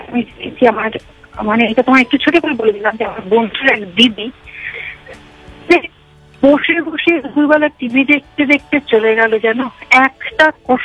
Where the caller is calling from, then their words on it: Kolkata, West Bengal, India; বলছি ঢাকুরিয়া থেকে